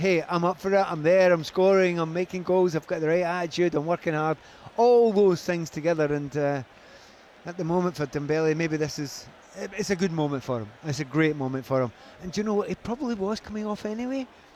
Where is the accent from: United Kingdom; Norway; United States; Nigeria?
United Kingdom; Scotland; as a Scotsman.